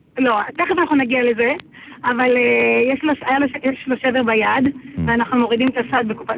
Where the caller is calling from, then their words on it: Harish, Haifa District, Israel; בת 51, מחריש.